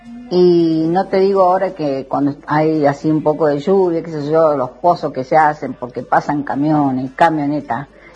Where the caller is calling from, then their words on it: Rama Caída, Mendoza, Argentina; Los saludos desde acá, desde Rama Caída.